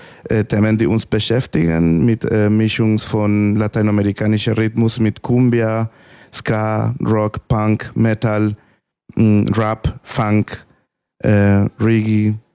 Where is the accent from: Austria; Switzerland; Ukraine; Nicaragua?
Nicaragua; German is a second language; now in Germany; Ich komme persönlich aus Nicaragua und wir haben da eine Diktatur